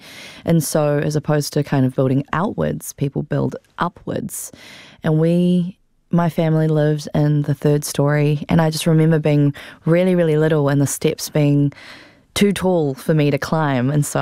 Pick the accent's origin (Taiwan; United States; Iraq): Taiwan; Taipei; When I was growing up in Taipei, we lived in an area called Nangang.